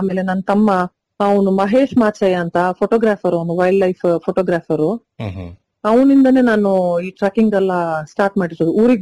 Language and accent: Kannada; Kodagu, Karnataka, India